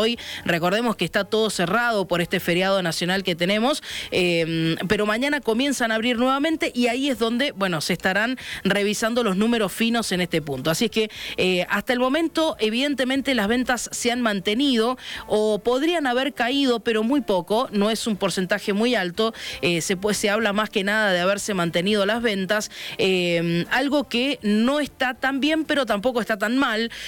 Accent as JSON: {"language": "Spanish", "country": "Argentina"}